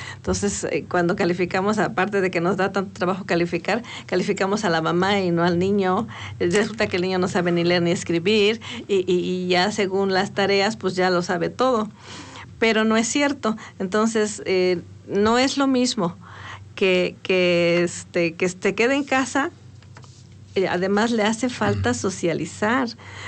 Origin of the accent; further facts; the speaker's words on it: Mexico; Somos ingeniosos los mexicanos.